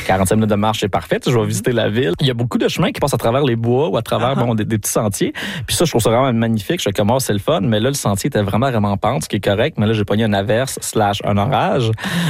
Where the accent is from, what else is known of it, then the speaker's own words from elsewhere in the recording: Granby, Quebec, Canada; now in Montreal, Canada; Je viens de Granby, exactement.